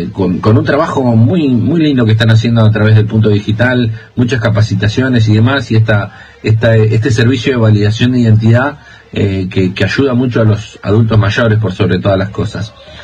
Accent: Argentina; Y para los que somos argentinos y futboleros sabíamos

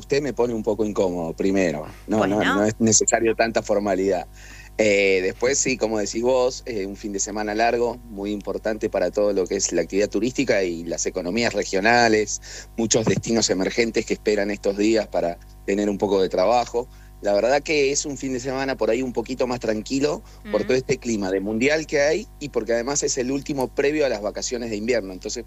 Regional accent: Bariloche, Río Negro, Argentina; born there; yo soy nacido en Bariloche y cada vez que nieva también me sorprendo

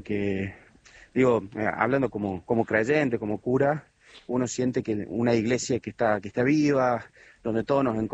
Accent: Córdoba, Argentina; como cordobeses y como argentinos.

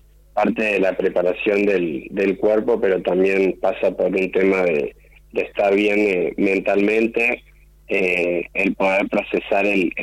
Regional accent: Argentina; como argentino tiene de especial el como estar en casa, ¿no?

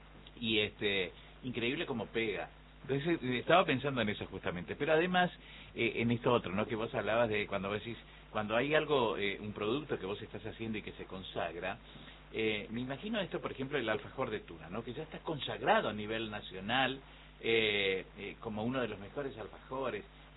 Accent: Argentina; primero nos sentimos orgullosos de lo que somos como argentinos

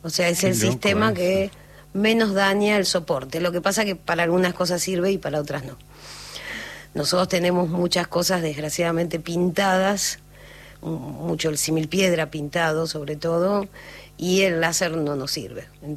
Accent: Italy; Y digamos que los dos, soy italiana, tengo la doble ciudadanía, así que Italia me tira, digamos, con respecto a la sangre.

